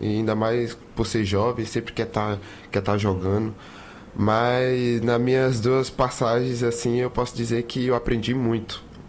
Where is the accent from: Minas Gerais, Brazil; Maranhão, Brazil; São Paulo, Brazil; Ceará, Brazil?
Maranhão, Brazil; Balsas; Eu sou de Balsas, no interior Balsas. Do Maranhão.